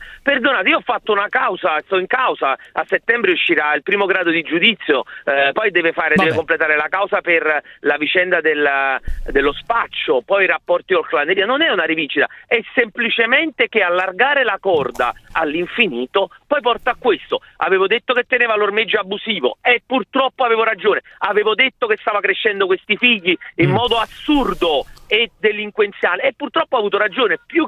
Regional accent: Naples, Campania, Italy; Io sono di quella zona, io sono del Pallonetto.

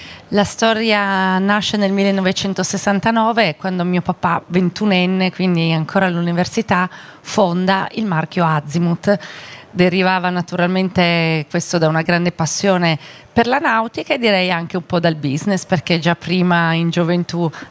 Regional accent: Turin, Piedmont, Italy; Noi siamo torinesi.

